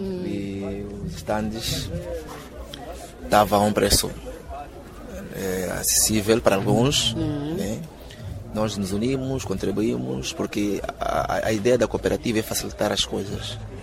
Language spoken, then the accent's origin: Portuguese; Mozambique; E uma das coisas também é que nós como moçambicanos temos produtos de qualidade.